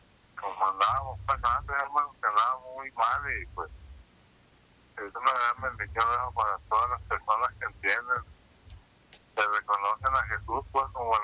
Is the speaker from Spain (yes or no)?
no; Sinaloa, Mexico; now in Tijuana, Mexico; Soy de Sinaloa